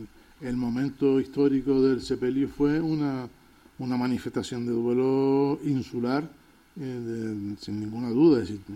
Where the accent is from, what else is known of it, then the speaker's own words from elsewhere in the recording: Las Palmas de Gran Canaria, Canary Islands, Spain; ¿de dónde es usted? De Las Palmas.